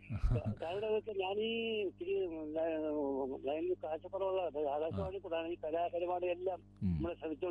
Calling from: Kanjoor, Kerala, India

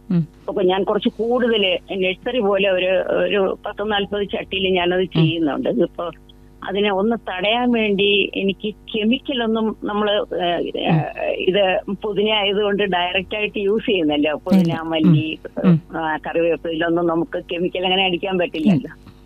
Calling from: Ulloor, Kerala, India; ഉള്ളൂരിൽ നിന്നാണ്

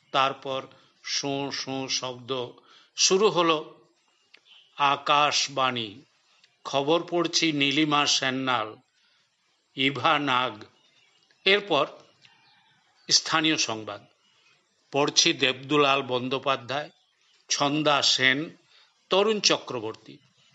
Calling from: Chaibasa, Jharkhand, India; কোলহান বিশ্ববিদ্যালয়, চাইবাসা, পশ্চিম সিংভূম, ঝাড়খণ্ড থেকে কথা বলছি।

